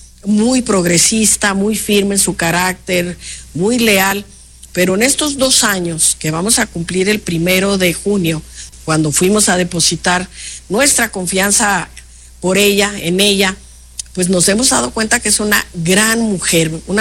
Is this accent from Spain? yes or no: no; Mexico; A mí de veras me avergüenza mucho como mexicana